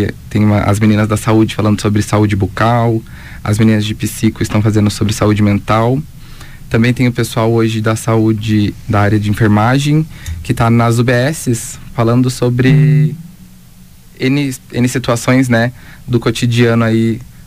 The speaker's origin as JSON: {"language": "Portuguese", "town": "Curitiba", "region": "Paraná", "country": "Brazil", "tie": "born or raised there", "moved": "as an adult", "lives_now": "Pontal do Paraná, Brazil", "said": "eu sou natural de Curitiba, né, lá da capital. Sou nascido e criado lá, porém há um ano e meio, mais ou menos, eu moro no litoral. E sou de Pontal do Paraná, exatamente ali nas praias."}